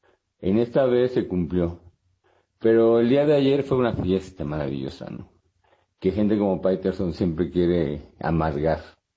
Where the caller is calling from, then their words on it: Querétaro, Mexico; Buenos días, Carmen, desde Querétaro